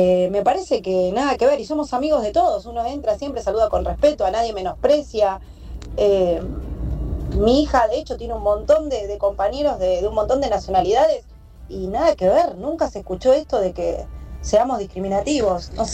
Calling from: Argentina

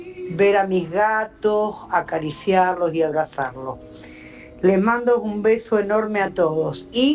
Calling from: Zárate, Buenos Aires Province, Argentina; Soy … de la ciudad de Zárate.

